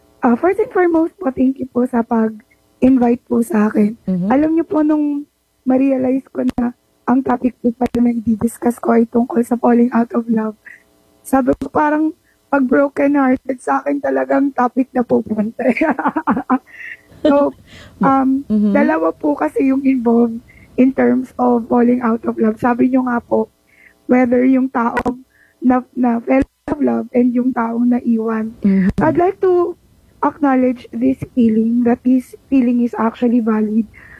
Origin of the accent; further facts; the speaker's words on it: Calabarzon, Philippines; hindi rin natin sa amin sa Tagalog, sa Batangas, hindi natin makarok.